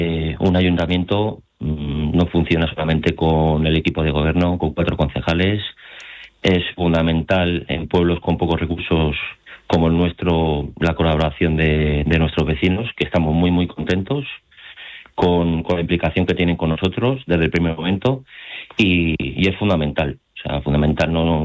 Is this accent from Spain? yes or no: yes; Gascueña, Castilla-La Mancha, Spain